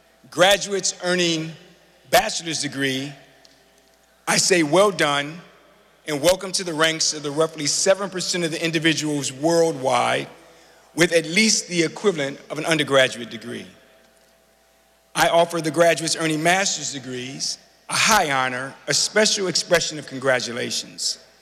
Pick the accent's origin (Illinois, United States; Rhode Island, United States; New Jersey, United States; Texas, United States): Illinois, United States; moved away; my home state, Illinois, and in particular, Sangamon County, Illinois